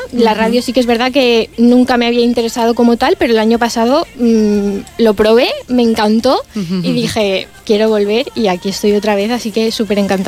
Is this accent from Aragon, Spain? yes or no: no; Valencia, Valencian Community, Spain; moved away as an adult; now in Elche, Spain; lo estoy estudiando en Elche, aunque yo soy de aquí, de Valencia, pero sí que me fui allí porque quería un poco vivir la experiencia de lo que es vivir fuera